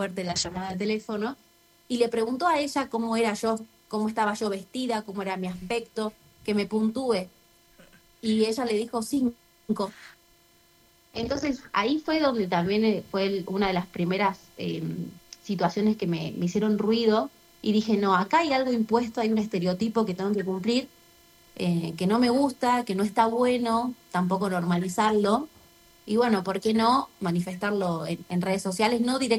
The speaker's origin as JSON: {"language": "Spanish", "region": "Salta", "country": "Argentina", "said": "soy yo de Salta"}